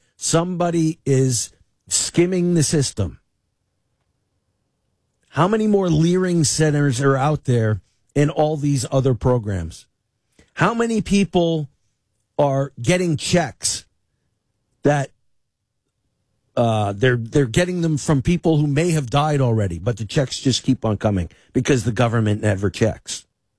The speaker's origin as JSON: {"language": "English", "country": "United States", "said": "I'm an American."}